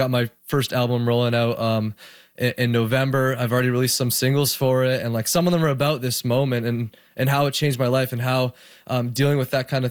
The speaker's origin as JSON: {"language": "English", "region": "Ontario", "country": "Canada", "said": "heading towards the Niagara area where I'm from Toronto."}